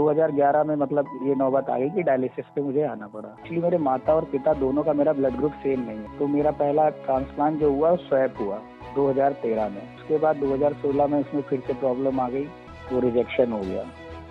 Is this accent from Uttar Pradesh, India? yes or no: yes; Kanpur, Uttar Pradesh, India; मेरा जन्म कानपुर में ही हुआ है और मैं कानपुर उत्तर प्रदेश से ही रहने वाला हूँ और वहीं पे मेरा जन्म हुआ है।